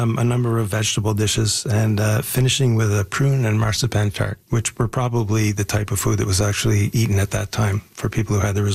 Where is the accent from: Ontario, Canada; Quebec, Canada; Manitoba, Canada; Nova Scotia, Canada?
Nova Scotia, Canada; Cape Breton; I'm originally from Cape Breton down in Nova Scotia.